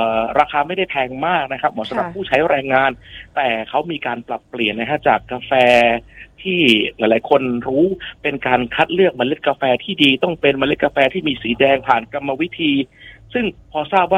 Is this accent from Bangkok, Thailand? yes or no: no; Na Mom, Songkhla, Thailand; ผมเองเนี่ยเป็นคนสงขลาเป็นคนอำเภอนาหม่อม